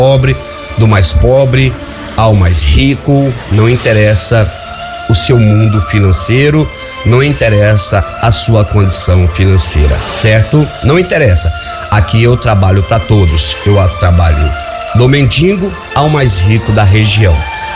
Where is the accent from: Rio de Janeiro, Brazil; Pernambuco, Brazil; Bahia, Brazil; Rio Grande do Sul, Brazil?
Bahia, Brazil; Sou baiano com muito orgulho, graças a Deus.